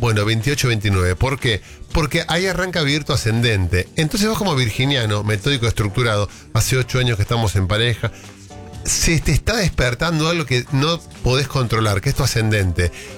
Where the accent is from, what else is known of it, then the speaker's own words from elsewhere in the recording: Argentina; En el Mundial estábamos, somos todos argentinos, sí.